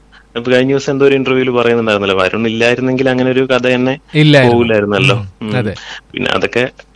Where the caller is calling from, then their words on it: Kerala, India; എന്റെ വീട് കോട്ടയക്കാടാണ്, പക്ഷെ ഞാൻ വിളിക്കുന്നത് ഇപ്പൊ കോട്ടയത്തുനിന്നാണ്.